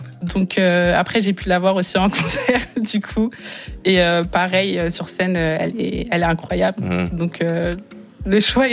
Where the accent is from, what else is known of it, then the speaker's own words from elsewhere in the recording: Aulnay-sous-Bois, Île-de-France, France; Du coup, moi je suis une jeune femme noire, j'ai grandi à Aulnay-sous-Bois.